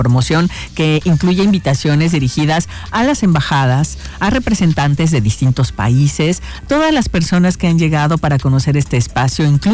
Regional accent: Orizaba, Veracruz, Mexico; Allá en mi tierra, orizabeña.

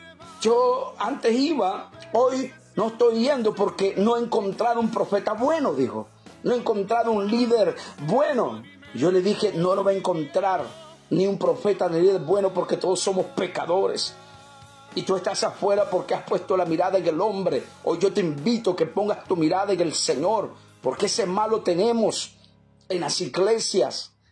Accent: El Salvador; él es de Pensilvania y yo vengo de El Salvador.

